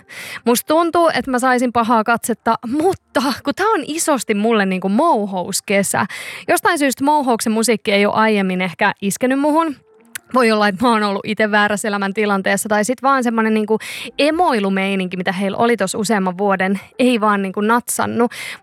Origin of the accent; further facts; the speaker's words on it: Turku, Southwest Finland, Finland; mä oon Turusta